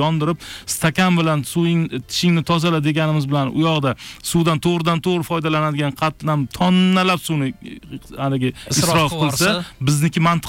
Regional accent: Bukhara, Bukhara Region, Uzbekistan; men Buxoroda katta bo'lganman

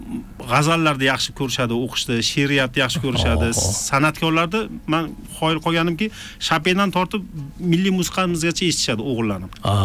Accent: Shahrixon, Andijan Region, Uzbekistan; born there; 1977 yil 26 oktyabrda Andijon viloyatining Shahrixon tumanida tavallud topganman.

